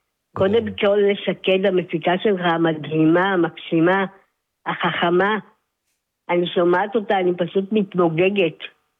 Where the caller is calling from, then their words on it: Ramat Gan, Tel Aviv District, Israel; אני מרמת גן.